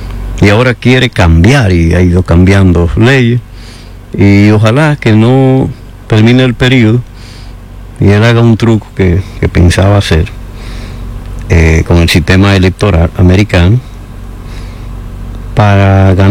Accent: Dominican Republic; mi país, República Dominicana

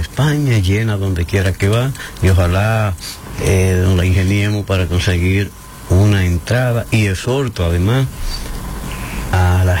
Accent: San Francisco de Macorís, Duarte, Dominican Republic; moved away as an adult; Yossi Esteban, que es de mi pueblo, y yo sí. estudiamos el bachillerato juntos en San Francisco.

